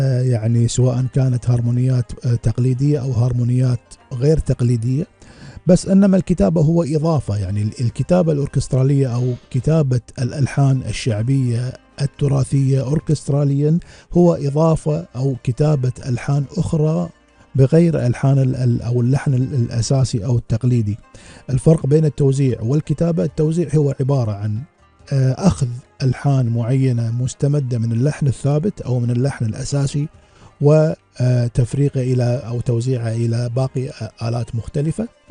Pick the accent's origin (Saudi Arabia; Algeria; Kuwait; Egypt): Kuwait